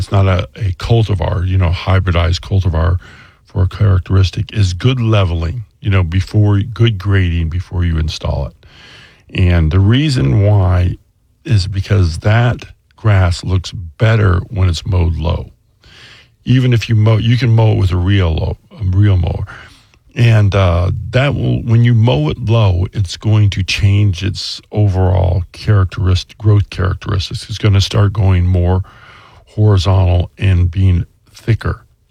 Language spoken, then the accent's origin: English; California, United States; moved away; I'm from California originally, and we grew Bermuda lawns